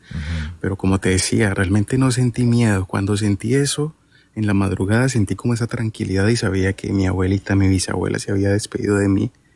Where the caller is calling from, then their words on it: Cali, Valle del Cauca, Colombia; tuvimos que llevarla para la casa, para Cali